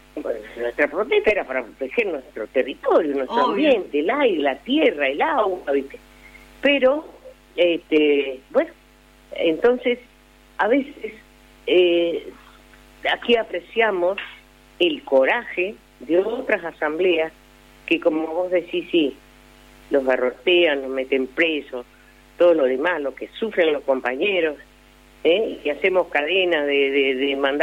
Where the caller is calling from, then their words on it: Gualeguaychú, Entre Ríos, Argentina; acá en la provincia de Entre Ríos, de donde estoy hablando